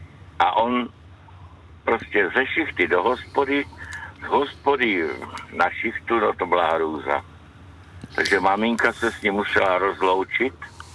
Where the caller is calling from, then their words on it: Olomouc, Olomouc Region, Czechia; z Olomouc.